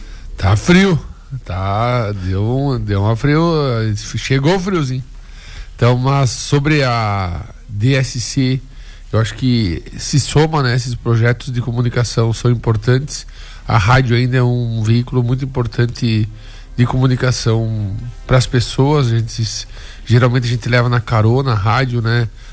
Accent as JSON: {"language": "Portuguese", "region": "Santa Catarina", "country": "Brazil"}